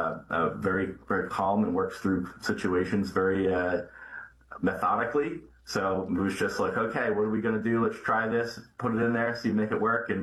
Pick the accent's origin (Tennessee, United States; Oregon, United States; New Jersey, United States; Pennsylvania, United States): New Jersey, United States; Blackwood; I'm from Blackwood, New Jersey, South Jersey, outside of Philadelphia.